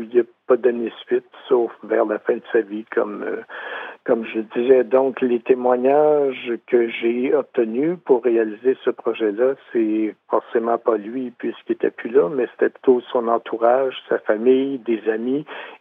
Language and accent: French; Saint-Ours, Quebec, Canada; Non, il n'y a véritablement pas de lien parce que j'ai grandi à Saint-Ours avant de quitter l'endroit pendant plusieurs années et avant d'y revenir.